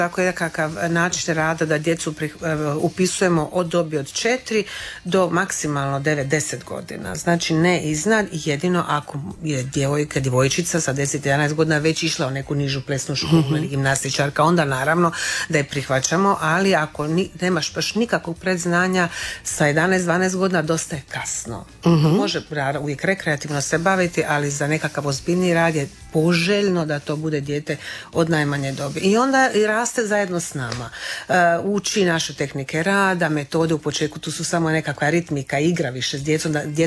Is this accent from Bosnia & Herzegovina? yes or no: no; Croatia; kod nas u Hrvatskoj